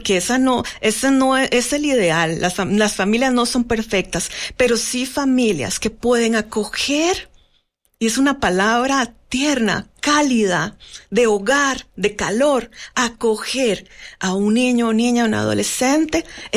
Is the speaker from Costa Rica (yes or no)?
yes; Costa Rica